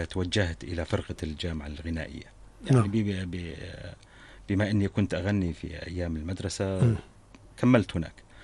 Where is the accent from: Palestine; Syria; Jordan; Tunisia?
Jordan; عندنا في الأردن